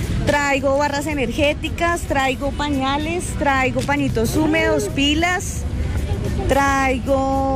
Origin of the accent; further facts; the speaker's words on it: Colombia; todos somos colombianos, tenemos que colaborarnos, tenemos que apoyarnos.